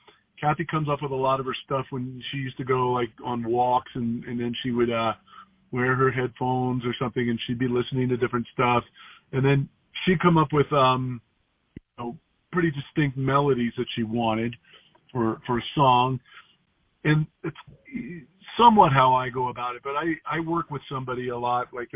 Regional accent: Woodstock, New York, United States; I grew up in Woodstock, New York. Well, we had a second house up there.

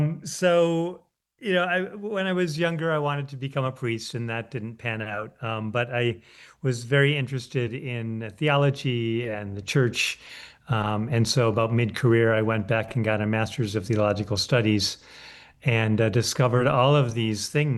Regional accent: Rochester, New York, United States; moved away; also born or lived in Boston; I grew up in Rochester, and I moved back during COVID.

